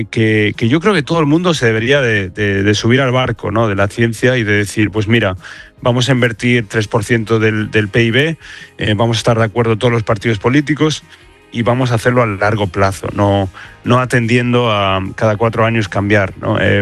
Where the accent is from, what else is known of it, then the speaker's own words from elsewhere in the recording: Spain; todos como españoles